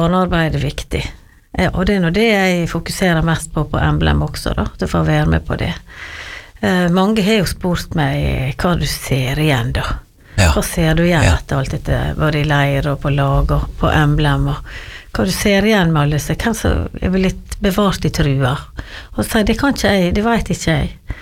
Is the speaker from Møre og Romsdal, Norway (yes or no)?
yes; Giske, Møre og Romsdal, Norway; also born or lived in Trondheim; Neida, men jeg sier noe det at jeg vokste opp på Giske da, selv om jeg var nesten 8 år før jeg kom dit, ja.